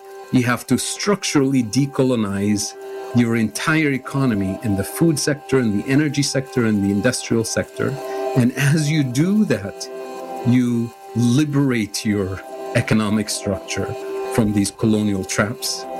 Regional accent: Tunisia; now in Ohio, United States; I teach economics at Denison University in Ohio. I'm originally from Tunisia

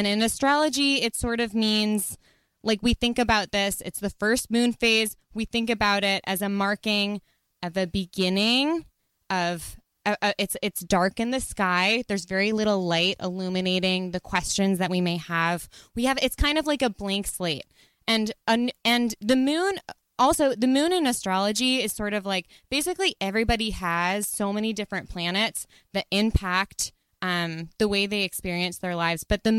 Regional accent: Detroit, Michigan, United States; I am here visiting from Detroit. Rachel is one of my best friends from home.

